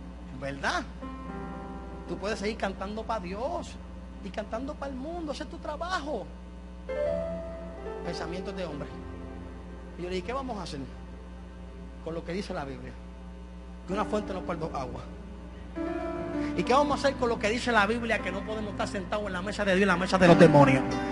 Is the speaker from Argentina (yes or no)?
no; Carolina, Puerto Rico; Yo soy de Parque Ecuestre. Yo soy de Carolina.